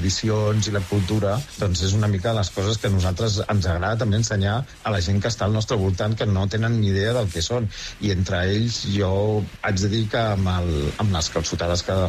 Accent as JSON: {"language": "Catalan", "town": "Barcelona", "region": "Catalonia", "country": "Spain", "said": "i jo soc de Gràcia, i haig de dir que Gràcia, això, jo ho tenia més... anava saludant els veïns, coneixies a la gent"}